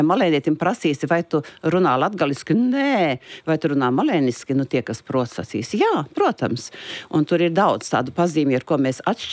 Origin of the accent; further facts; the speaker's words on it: Ziemeri, Alūksne Municipality, Latvia; born there; accent: Ziemeri subdialect; tur es no 5. Klases dzīvoju ziemar izloksnē